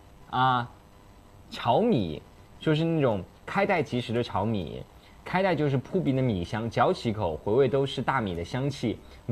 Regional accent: Sichuan, China; 我们四川人

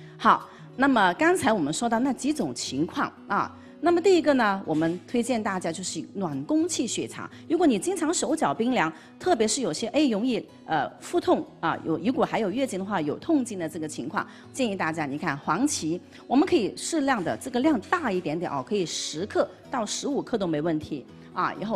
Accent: Xinhui, Guangdong, China; 我就为我的家乡代言一下，我是广东新会人，新会陈皮就是我们那里的啊

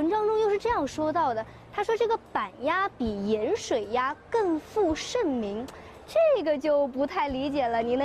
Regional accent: Nanjing, Jiangsu, China

